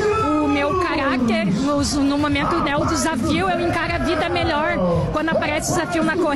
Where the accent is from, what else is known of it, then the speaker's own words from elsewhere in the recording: Portão, Rio Grande do Sul, Brazil; now in Canoas, Brazil; De Canoa, natural de Portão, e moro em Canoas hoje.